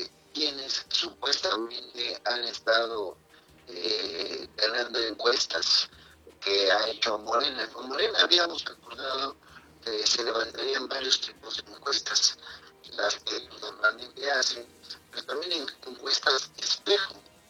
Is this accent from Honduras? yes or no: no; Mexico; yo como dirigente estatal del Partido del Trabajo, también como mexicano